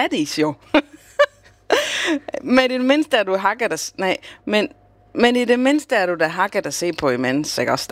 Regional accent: Capital Region of Denmark, Denmark; Nej, men det hedder vasker på Bornholm, hvor jeg kommer fra.

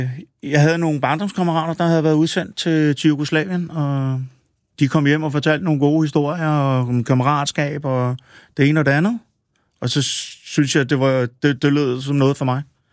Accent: Copenhagen, Capital Region of Denmark, Denmark; Jeg er født og opvokset på Østerbro, ja.

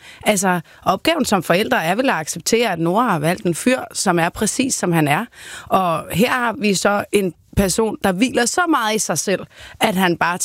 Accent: Jutland, Denmark; Altså, jeg voksede op med den i Jylland.

